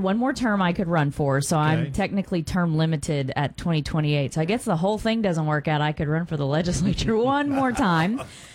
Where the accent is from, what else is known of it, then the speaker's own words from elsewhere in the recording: Lawton, Oklahoma, United States; also born or lived in Lincoln, Nebraska; I'm from Southwest Oklahoma. I was raised in Lawton. My dad was in the military. He served 22 years in the Army, served in Vietnam. So the military is what brought my family to Oklahoma. Graduated from Eisenhower High School in 2004.